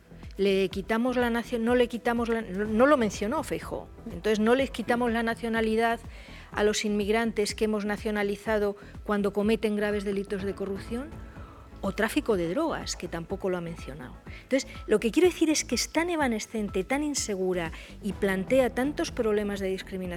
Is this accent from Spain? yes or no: yes; Spain; Al fin y al cabo, somos españoles todos